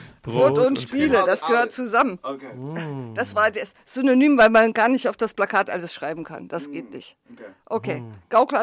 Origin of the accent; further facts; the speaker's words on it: Weimar, Thuringia, Germany; ich komme ja auch aus Weimar